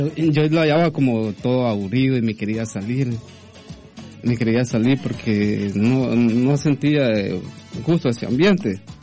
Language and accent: Spanish; San Rafael Cedros, Cuscatlán, El Salvador; Sí, de la parroquia de San Rafael Cedro.